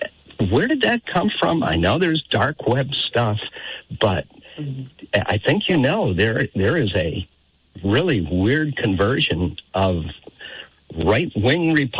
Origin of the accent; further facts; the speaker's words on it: Colchester, United States; And I'm a conservative from Colchester, a rarity.